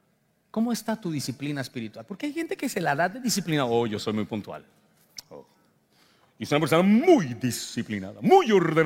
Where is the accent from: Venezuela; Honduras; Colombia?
Colombia; Yo recuerdo que yo soy de Colombia, pero algunos a lo mejor de sus países vivieron lo que yo viví